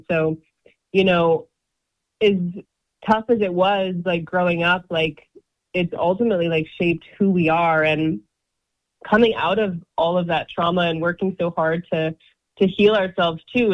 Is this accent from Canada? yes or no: yes; Edmonton, Alberta, Canada; primarily raised in Edmonton, but our family comes from all over Treaty 6 and Treaty 8 territory. So from Slave Lake to Lac St. Anne and up north in Fort Mackay and Fort McMurray